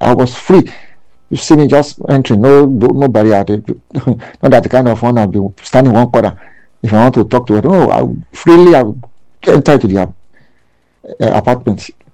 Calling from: Lagos, Nigeria; I'm from Lagos.

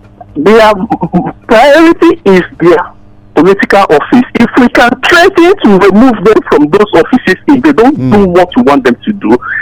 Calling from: Nigeria; I'm calling from Ejulaki.

